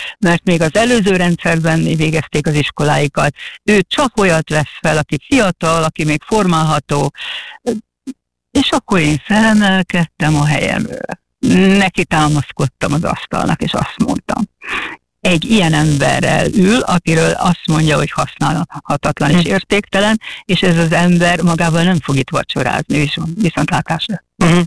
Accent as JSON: {"language": "Hungarian", "country": "Hungary", "said": "de úgy kezdtük, hogy mi magyarok vagyunk, én újságíró, barátnő, és azért megyünk, mert szeretnénk élő eleven tapasztalatot szerezni"}